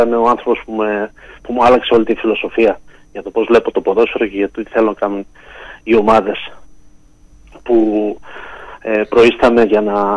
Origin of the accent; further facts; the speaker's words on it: Greece; born there; now in Veria, Greece; έχει 2 χρόνια που είμαι, που έχω μετακομίσει στην πατρίδα μου